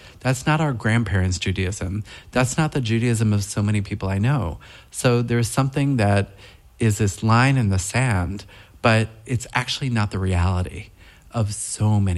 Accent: Brooklyn, New York, United States; I say that I'm from deep coastal Brooklyn, and my family made chocolate syrup.

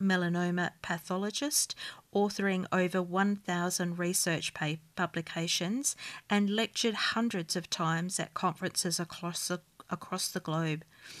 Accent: Tasmania, Australia; my amazing online community which spans many countries, and of course my hometown Tasmanians.

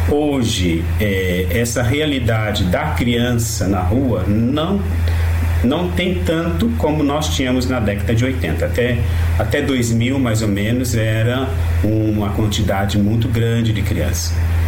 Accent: São Paulo, Brazil; now in Rio de Janeiro, Brazil; Eu sou de São Paulo, tem hora que eu falo o sinal ou semáforo, né?

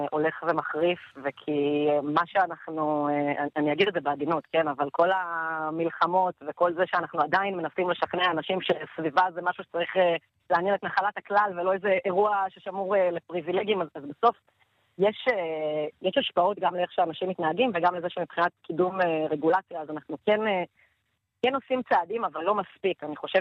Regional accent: Beit Arye, West Bank, Palestine; באנו לבקר את ההורים שלי בבית אריה. כאן גדלתי, כן

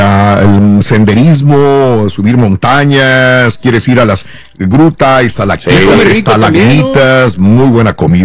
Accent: Mexico; A mí me encanta promocionar nuestro México, digo, soy mexicano y soy fanático de promocionar nuestro México ahí

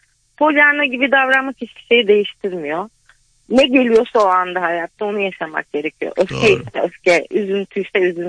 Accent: Kuşadası, Aydın, Turkey; also born or lived in Kars; Yani çok uzun yıllardır buradayım. 6 yaşından beri şu anda 45 yaşındayım. Aa, artık buralıyım diyebilirim. Ama aslen Karslıyım.

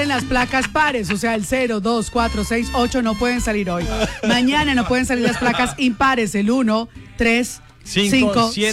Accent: Valle del Cauca, Colombia; así somos los colombianos, así somos los vallecaucanos.

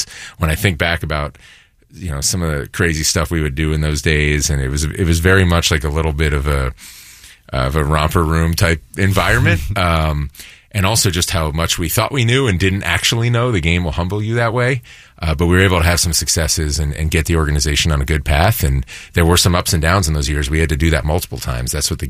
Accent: Philadelphia, Pennsylvania, United States; growing up in Philly, other than 93, like, most of my childhood, they were bad.

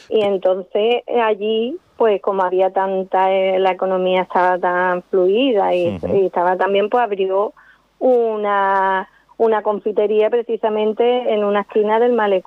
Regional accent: Cádiz, Andalusia, Spain; born there; Yo de pequeña siempre he estado en Cádiz y mi familia toda era de Cádiz.

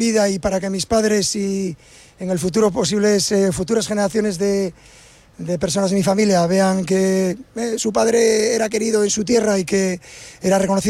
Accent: Gijón, Asturias, Spain; Hace muchos años que ellos vinieron desde el occidente de Asturias para Gijón para darles más posibilidades a sus hijos

